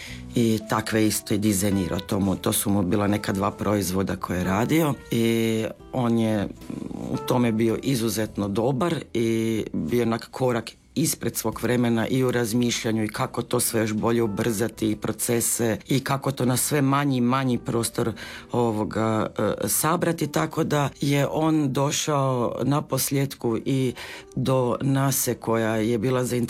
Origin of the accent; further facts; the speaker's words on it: Munich, Bavaria, Germany; also born or lived in Croatia; Dobro, ja jesam rasla u tom njemačkom sustavu, ali što se tiče samog života i kako smo živjeli tamo je bila jedna potpuna suprotnost.